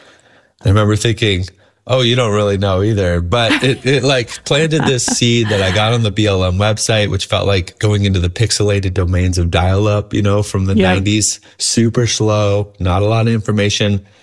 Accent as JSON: {"language": "English", "region": "Michigan", "country": "United States", "tie": "born or raised there", "moved": "yes", "lives_now": "California, United States", "said": "I'm from Michigan, so I grew up in Michigan and moved out to the West 21 years ago."}